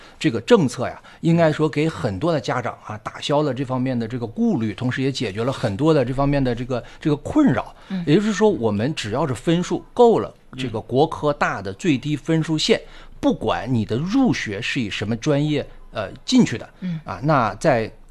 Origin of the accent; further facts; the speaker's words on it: Heilongjiang, China; moved away; 这个我也是黑龙江人，我也是今天早上刚刚飞到这个哈尔滨来